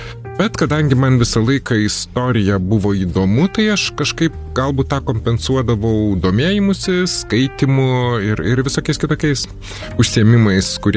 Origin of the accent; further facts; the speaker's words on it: Vilnius, Vilnius County, Lithuania; aš tiesiog gimiau kažkada Žirmūnuose, paskui ilgą laiką gyvenau Antakalnį, bet aš nesu toks grynas miestietis, nes visą laiką gyvenau tarsi miesto pakrašty ir vasaras praleisdavau tolokai už Vilniaus